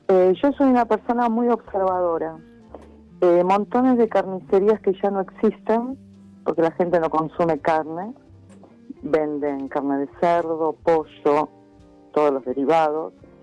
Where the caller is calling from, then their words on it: Santa Teresita, Buenos Aires Province, Argentina; hoy justamente hace un mes que estoy viviendo en Santa Teresita.